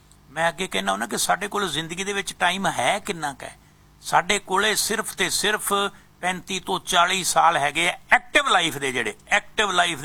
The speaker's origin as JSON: {"language": "Punjabi", "region": "Punjab", "country": "India", "said": "ਕਿਉਂਕਿ ਅਸੀਂ ਪੰਜਾਬ ਤੋਂ ਆਏ ਹਾਂ"}